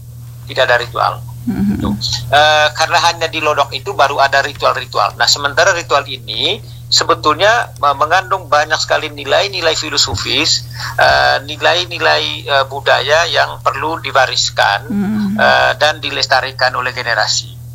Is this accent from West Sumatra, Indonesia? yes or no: no; Rangat, East Nusa Tenggara, Indonesia; Artinya memungkinkan kalau misalnya di kampung saya misalnya di Rangat, Desa Bailolos, tahun 2014 kami membuka satu lahan luasnya kurang lebih 25 hektar.